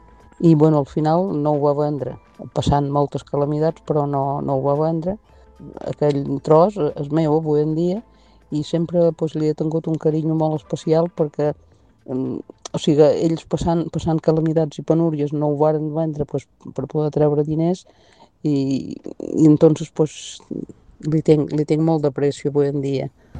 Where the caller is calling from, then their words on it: Formentera, Balearic Islands, Spain; de Formentera.